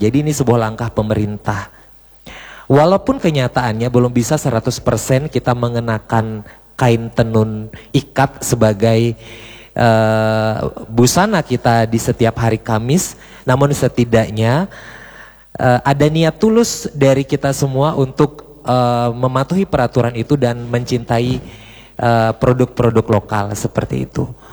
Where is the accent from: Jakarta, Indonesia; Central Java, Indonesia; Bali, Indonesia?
Bali, Indonesia; kita sebagai warga Provinsi Bali yang taat akan aturan